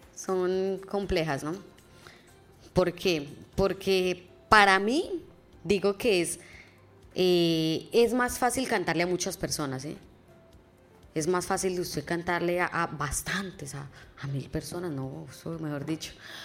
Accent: Boyacá, Colombia; yo cuando vengo al llano y me voy nuevamente para Boyacá

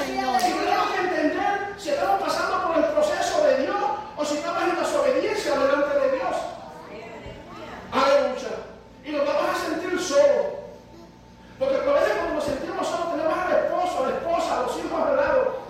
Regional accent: Puerto Rico; yo soy de Puerto Rico, hermano.

